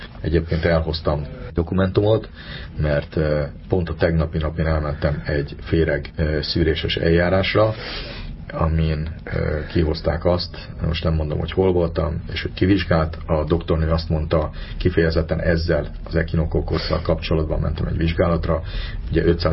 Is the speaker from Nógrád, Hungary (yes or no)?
no; Budapest, Hungary